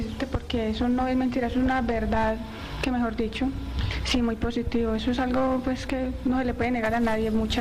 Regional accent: Jericó, Antioquia, Colombia

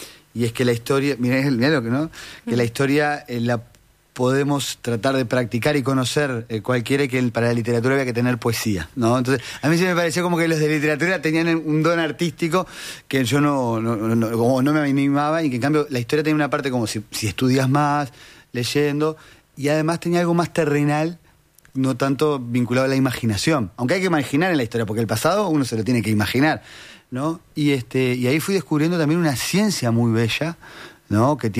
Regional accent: Uruguay; ¿por qué no somos argentinos pero somos rioplatenses?

